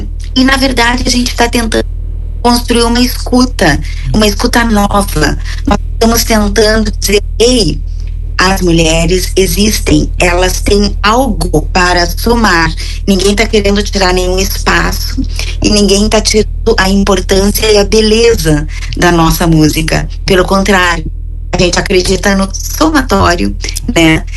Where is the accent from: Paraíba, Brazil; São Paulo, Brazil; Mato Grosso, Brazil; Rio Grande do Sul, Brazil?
Rio Grande do Sul, Brazil; Uruguaiana; now in Pelotas, Brazil; Eu sou originária de Uruguaiana, vivo em Pelotas há 30 anos